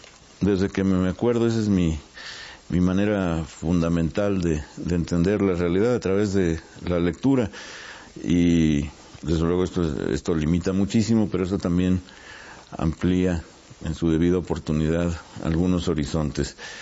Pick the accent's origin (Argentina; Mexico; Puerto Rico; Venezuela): Mexico; Mexico City; Nací en la Ciudad de México en 1938, en la colonia Guerrero, que en algún tiempo tuvo fama de ser una gran colonia popular